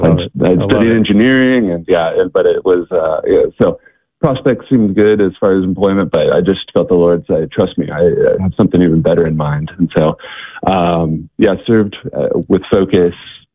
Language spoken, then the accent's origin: English; Kansas, United States; So I'm originally from Kansas, so that's where I grew up. Went to University of Kansas, grew up Catholic